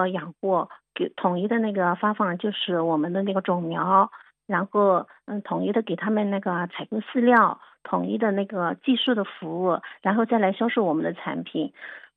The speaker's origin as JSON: {"language": "Chinese", "region": "Jiangsu", "country": "China", "said": "我们江苏这边的"}